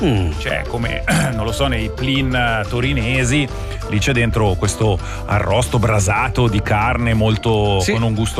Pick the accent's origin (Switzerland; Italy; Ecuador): Switzerland; Chiasso, Ticino; Li fanno dalle mie parti.